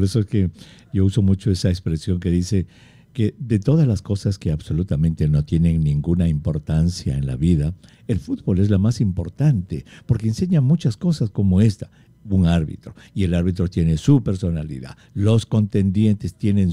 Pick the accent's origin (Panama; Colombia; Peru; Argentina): Peru; Yo soy súper peruano, más peruana que nunca.